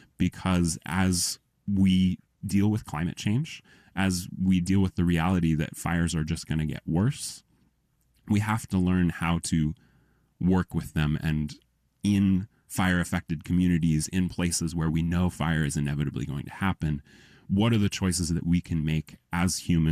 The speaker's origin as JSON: {"language": "English", "region": "Colorado", "country": "United States", "tie": "born or raised there", "said": "growing up in Colorado"}